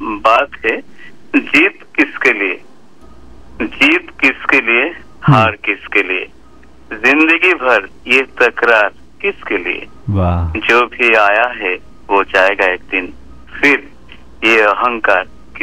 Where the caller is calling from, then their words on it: Ramkrishna Nagar, Assam, India; मेरा गांव का नाम है राम कृष्ण नगर, डिस्ट्रिक्ट श्री भूमि, असम